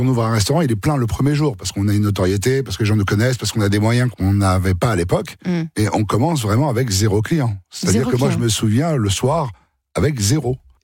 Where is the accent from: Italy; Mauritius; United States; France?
France; Suresnes, Île-de-France; born there; En fait, moi, je suis né à Suresnes, donc je me suis toujours un peu baladé dans les villes des Hauts-de-Seine.